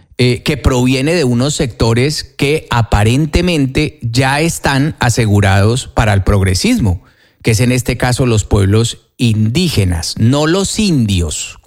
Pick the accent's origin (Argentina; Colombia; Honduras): Colombia; nosotros somos colombianos porque pertenecemos a un país que se llama Colombia